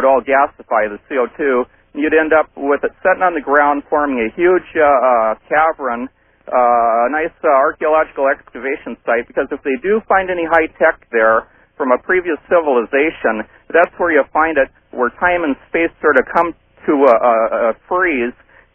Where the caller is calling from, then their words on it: Morgan Hill, California, United States; I'm calling from Morgan Hill, California.